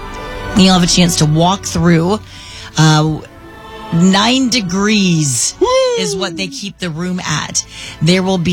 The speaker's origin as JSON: {"language": "English", "region": "Florida", "country": "United States", "tie": "born or raised there", "said": "I grew up in Florida"}